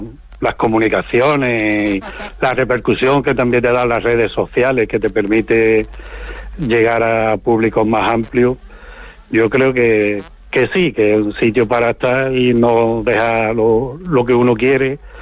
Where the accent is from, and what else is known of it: Paterna de Rivera, Andalusia, Spain